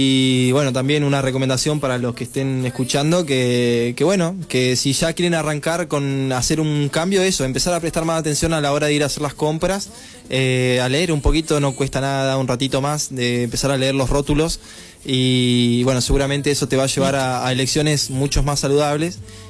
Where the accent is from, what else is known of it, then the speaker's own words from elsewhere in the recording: Maquinchao, Río Negro, Argentina; moved away as an adult; now in Viedma, Argentina; Soy de Maquinchao, la línea sur. Ya es mi octavo año acá, estoy en Viedma